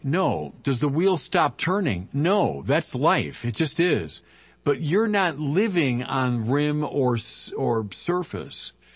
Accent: Chicago, Illinois, United States; I'm from Chicago

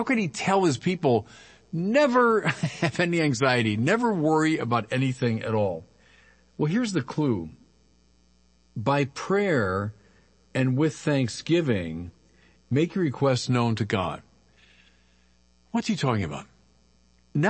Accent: Chicago, Illinois, United States; I'm from Chicago

